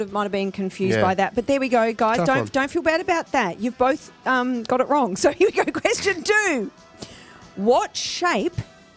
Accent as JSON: {"language": "English", "town": "Croydon North", "region": "Victoria", "country": "Australia", "tie": "born or raised there", "said": "I grew up near Croydon North, the bottom of Homestead Road there."}